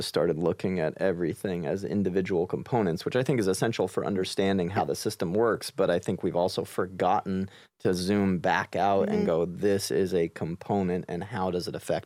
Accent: Maine, United States; And I grew up in Maine.

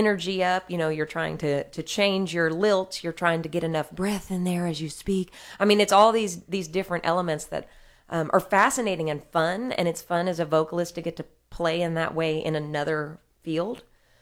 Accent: Nacogdoches, Texas, United States; is based on my hometown in East Texas. I'm from Nacogdoches.

